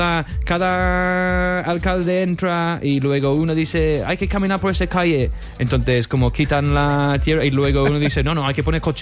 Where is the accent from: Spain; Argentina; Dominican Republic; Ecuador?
Spain; yo soy bastante español, pero tengo esto